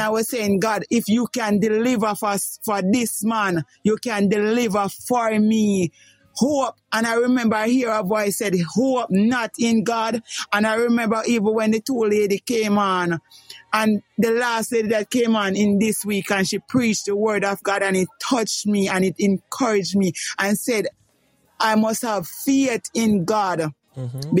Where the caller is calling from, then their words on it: Clarendon, Jamaica; I'm calling from the beautiful parish of Clarendon.